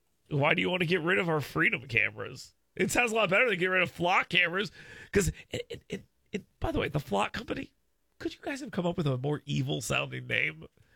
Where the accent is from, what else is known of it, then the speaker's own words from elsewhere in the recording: Gulf Coast, United States; I grew up there. I grew up right on the Gulf of America, and we always called it the Gulf of America.